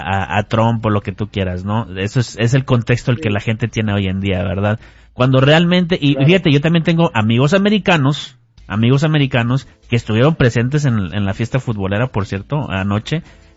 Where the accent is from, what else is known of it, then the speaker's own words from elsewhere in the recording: Mexico; now in United States; estamos bien orgullosos de ser mexicanos